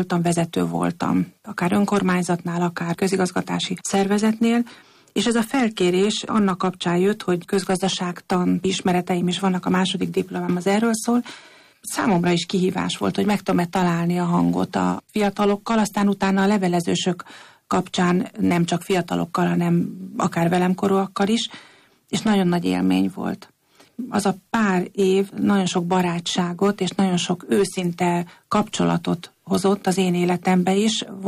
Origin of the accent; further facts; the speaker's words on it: Esztergom, Komárom-Esztergom, Hungary; mi esztergomiként láttuk azt